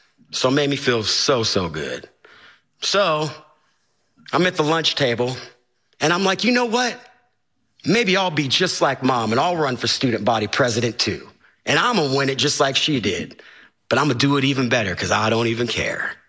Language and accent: English; Topeka, Kansas, United States; years in Topeka in the city. You know, I grew up loving basketball, and basically all I knew about being an Indian was what I got off the Pocahontas Disney VHS.